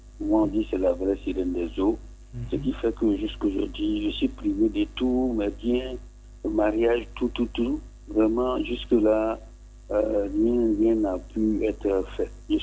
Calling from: Dabou, Lagunes, Côte d’Ivoire

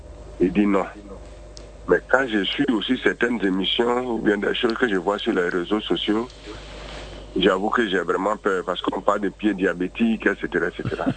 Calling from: Abidjan, Côte d’Ivoire; j'appelle d'Abobote.

